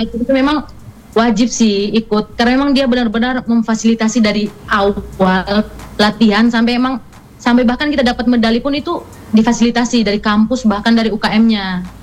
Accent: Ende, East Nusa Tenggara, Indonesia; moved away as an adult; now in Surabaya, Indonesia; saya dari asal saya dari ND

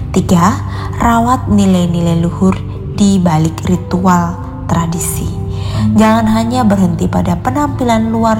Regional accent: West Kalimantan, Indonesia; sebagai warga Kalimantan Barat yang tumbuh di tengah masyarakat multi etnis

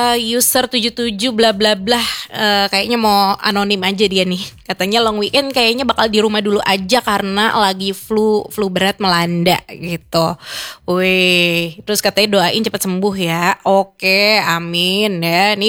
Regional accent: Jakarta, Indonesia; aku orang Betawi ya.

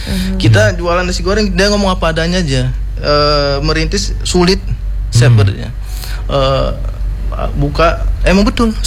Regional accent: West Java, Indonesia; karena saya orang Sunda

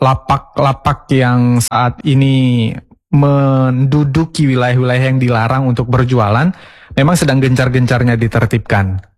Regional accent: Banda Aceh, Aceh, Indonesia; sebagai warga Kota Banda Aceh

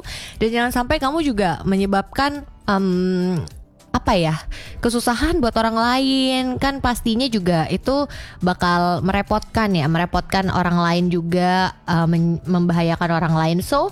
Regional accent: West Nusa Tenggara, Indonesia; dulu aku anak Kabupaten Lombok Utara

